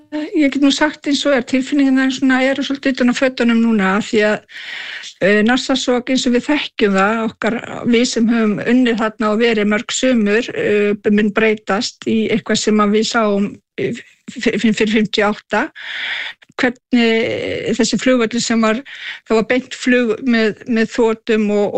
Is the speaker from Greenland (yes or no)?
yes; South Greenland, Greenland; sem ég kem frá Suður-Grænlandi